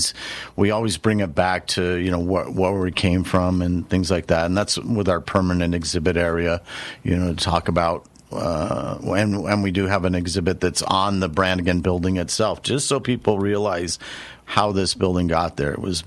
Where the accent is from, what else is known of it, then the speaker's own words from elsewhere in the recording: California, United States; now in Las Cruces, United States; I came out from California originally. I was at a history museum out there